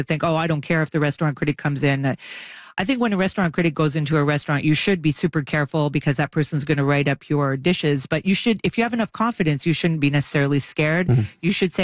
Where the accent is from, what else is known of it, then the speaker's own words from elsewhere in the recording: Montreal, Quebec, Canada; I grew up reading in the Montreal Gazette a woman by the name of Helen Rochester, who was the first restaurant critic in Canada.